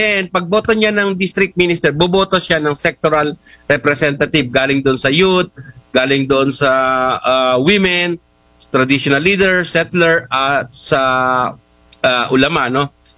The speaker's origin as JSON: {"language": "Tagalog", "town": "Marawi", "region": "Bangsamoro", "country": "Philippines", "said": "taga Marawi ako, we experienced the Marawi siege."}